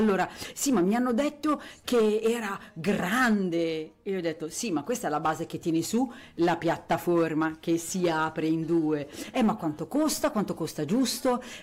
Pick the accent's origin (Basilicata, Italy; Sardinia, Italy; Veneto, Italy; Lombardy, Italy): Lombardy, Italy; Crema; now in Naples, Italy; io sono cremasca